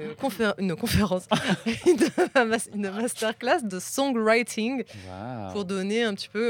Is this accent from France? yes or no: yes; south of France, France; Je suis du Sud. Je viens du Sud, ouais.